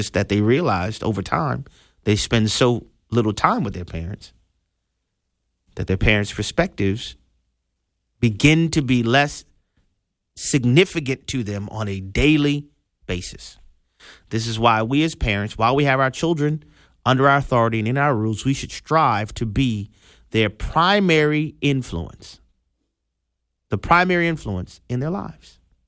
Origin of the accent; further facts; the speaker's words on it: New Orleans, Louisiana, United States; I'll use my hometown. If you live in New Orleans